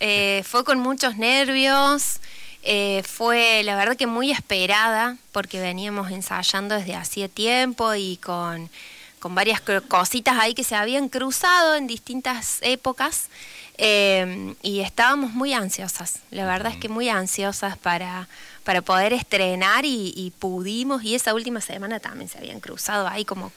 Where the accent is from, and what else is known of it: Hernando, Córdoba, Argentina